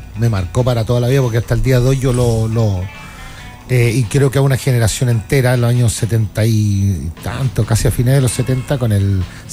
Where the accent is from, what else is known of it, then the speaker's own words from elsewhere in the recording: Chile; Somos buenos los chilenos nosotros para cambiar cosas y tener nuestro propio sentido.